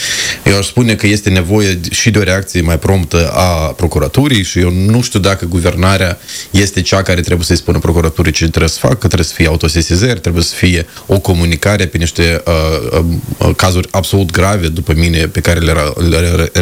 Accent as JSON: {"language": "Romanian", "region": "Chișinău", "country": "Moldova", "said": "asta este banul pe care din impozitele mele ca și chișinăuian se duce la municipiul Chișinău."}